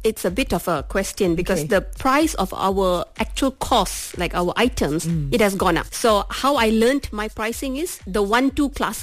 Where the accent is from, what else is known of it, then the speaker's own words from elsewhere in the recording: Temerloh, Pahang, Malaysia; Yeah, that was back in my hometown. Right. I'm from Temerloh, Pahang.